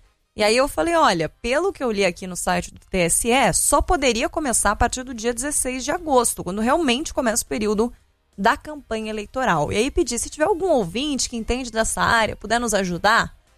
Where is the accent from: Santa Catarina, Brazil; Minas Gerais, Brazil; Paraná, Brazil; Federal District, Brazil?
Paraná, Brazil; Curitiba; now in São Paulo, Brazil; Eu não sou aqui de São Paulo, sou de Curitiba